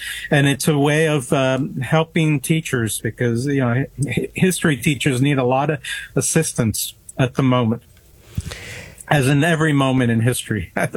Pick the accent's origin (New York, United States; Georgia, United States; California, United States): New York, United States; New York City; also born or lived in Tuxedo